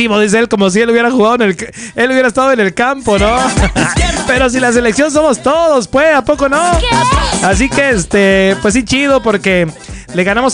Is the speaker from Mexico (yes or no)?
yes; Mexico; Y pues somos mexicanos, mi buen, pero hay que ser realistas.